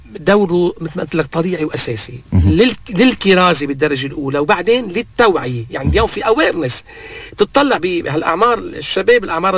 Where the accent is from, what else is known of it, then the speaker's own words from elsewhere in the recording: Lebanon; نحن لبنان مش أوتيل